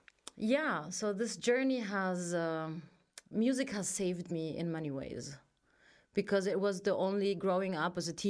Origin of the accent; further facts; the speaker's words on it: Vienna, Austria; first language German; English is a second language; Tunisian here in Austria, it's a complicated relationship. I was born here in Vienna, so I grew up here. And I grew up in a very closed community. So I did face a lot of racism, also being as a Palestinian.